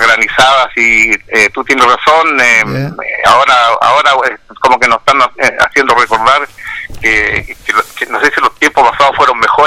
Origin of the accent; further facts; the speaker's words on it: Rafael, Biobío, Chile; yo soy de... Nací en Rafael.